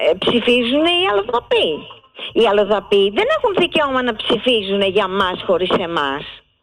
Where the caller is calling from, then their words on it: Greece; Είμαστε Έλληνες.